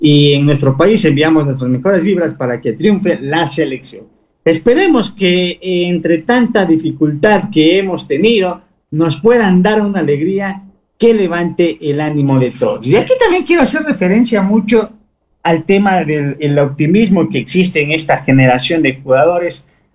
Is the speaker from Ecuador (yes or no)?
yes; Ecuador; nosotros como ecuatorianos